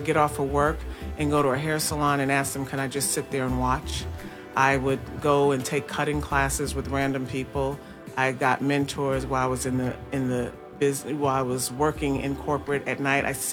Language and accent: English; Chicago, Illinois, United States; moved away as an adult; also born or lived in New York; now in Atlanta, United States; I've been in Atlanta 31 years by way of Chicago. So I was raised in Chicago. Then I moved to Atlanta in 1995.